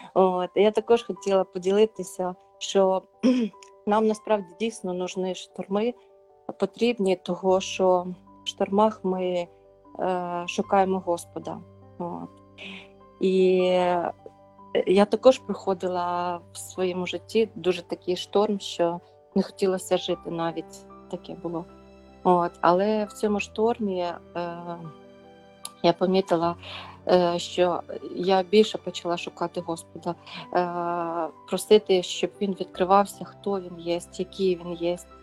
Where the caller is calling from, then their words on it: Norway; я з Норвегії.